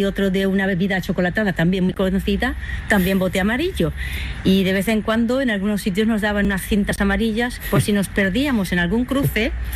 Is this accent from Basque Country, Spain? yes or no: yes; Bilbao, Basque Country, Spain; moved away as an adult; also born or lived in Caracas, Venezuela; now in Santiago de Compostela, Spain; O sea que yo soy de Bilbao, Camino de Santiago del Norte, Catedral de Santiago la otra. Luego, pues viví en Venezuela 27 años, Caracas